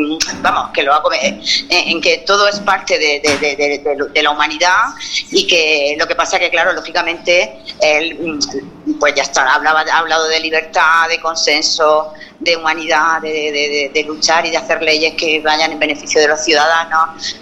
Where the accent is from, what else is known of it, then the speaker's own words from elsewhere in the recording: La Hoya, Region of Murcia, Spain; Sí, soy de La Hoya.